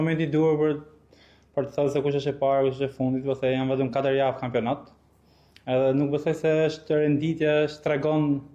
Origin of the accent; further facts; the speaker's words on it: Elbasan, Elbasan County, Albania; un jam nga Elbasani. Jam lindur dhe rritur dhe kam dalë të Akademia Elbasanit.